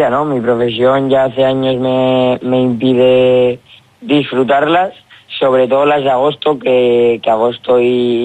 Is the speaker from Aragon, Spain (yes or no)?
yes; Biota, Aragon, Spain; Yo siempre he sido Biota a muerte, me ha encantado mi pueblo, he disfrutado mucho en él y por eso lo digo orgulloso, ¿no? Que soy de Biota, que no me cuesta decirlo